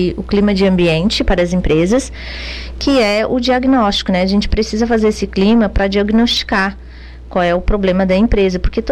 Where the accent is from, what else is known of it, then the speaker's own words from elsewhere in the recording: Jacinto Machado, Santa Catarina, Brazil; E nós somos de Jacinto Machado.